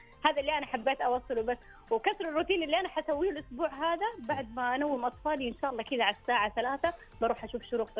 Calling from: Jeddah, Makkah Province, Saudi Arabia

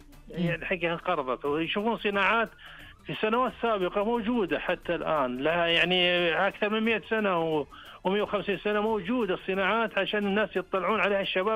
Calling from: Saudi Arabia; مناطق بلادنا منتشرة وشاسعة وفيها الشيء الكثير من الصناعات، وما زالت الان نفتخر بها ان كسعوديين

